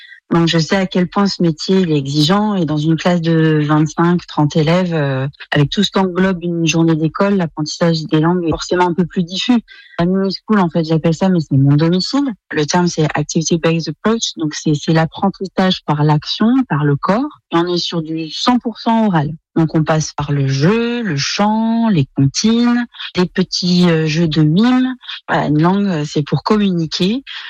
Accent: France; Je suis française, mais mes études universitaires étaient autour de l'anglais.

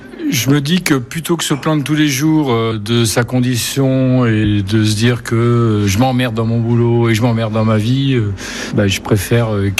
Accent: Poitiers, Nouvelle-Aquitaine, France; moved away as an adult; also born or lived in Blois; now in Poitiers, France; Je suis parti de Poitiers après mes études pour Blois

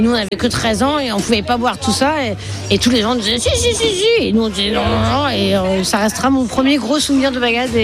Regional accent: Quimper, Brittany, France; now in Ergué-Guébéric, France; moi je suis de Quimper et j'aime Quimper depuis que je suis née, mais j'habite à Ergué-Guébéric. Et en même temps, je trouve une admiration pour Quimper parce que je suis de là et que c'est ma ville d'enfance.

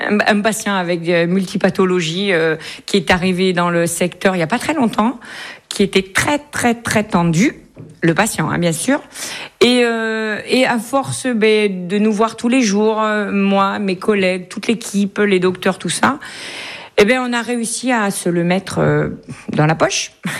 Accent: L'Isle-Adam, Île-de-France, France; born there; moved away as an adult; now in Perpignan, France; je suis née à Lille-Adam. Dans le 95, j'ai un papa parisien qui était militaire, une maman alsacienne qui était femme de ménage. Je suis arrivée sur Perpignan à l'âge de 19 ans.

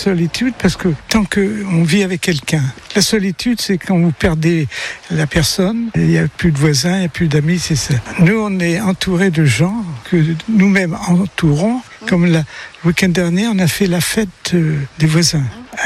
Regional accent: Nevers, Bourgogne-Franche-Comté, France; also born or lived in Paris; now in Anglet, France; À Paris d'abord, et puis ma jeunesse dans le Nivernais, parce que je suis de Nevers.

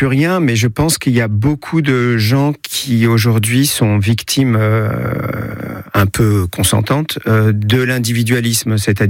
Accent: Paris, Île-de-France, France; born or raised there

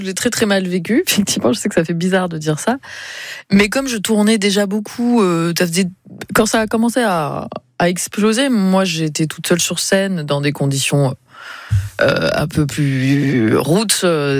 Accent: south of France, France; Attends, je suis du Sud.

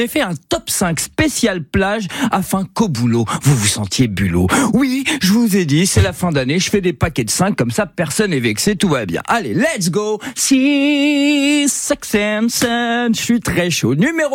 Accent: Corsica, France; now in Normandy, France; moi non, moi pas du tout, parce que je suis un Corse importé, mais normalement, les Normands sont grands

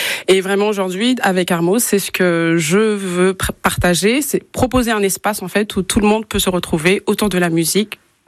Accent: Madagascar; now in Orléans, France; Parce qu'à Madagascar, on chante tout le temps.

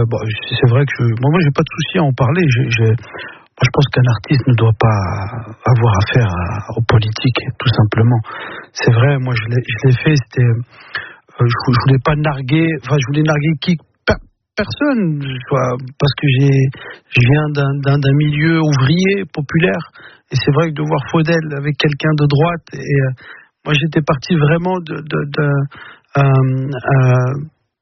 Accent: Mantes-la-Jolie, Île-de-France, France; je viens de Mantes-la-Jolie, d'un milieu ouvrier. On n'avait pas tous les codes

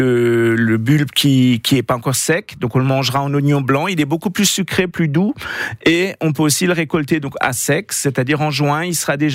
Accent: Grand Est, France; on utilise plutôt du blanc et du violet chez nous en Alsace.

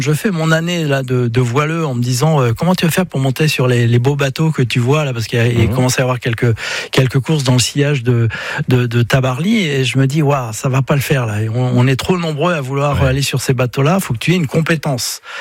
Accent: Brittany, France; je suis breton et puis je le ressens profondément.

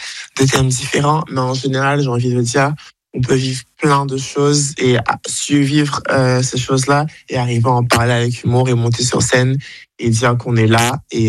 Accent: Côte d’Ivoire; moved away as an adult; now in France; Moi, j'ai grandi en Côte d'Ivoire, là-bas, il n'y a pas la question de la race, du racisme, tout le monde était noir.

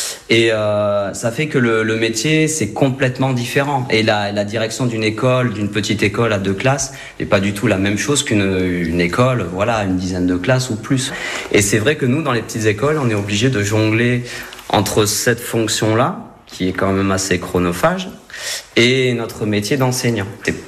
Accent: Occitanie, France; moved away as an adult; Moi, je suis plutôt des Hauts-Cantons. Donc, la Malou-les-Bains, tout ça, etc., Bédarieux. Et donc, du coup, j'ai atterri ici un peu par hasard, j'ai envie de dire. Ça fait plus de 10 ans maintenant, depuis 2014.

